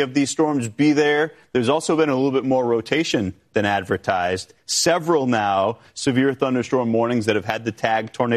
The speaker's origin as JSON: {"language": "English", "region": "New England", "country": "United States", "said": "I'm a New England guy"}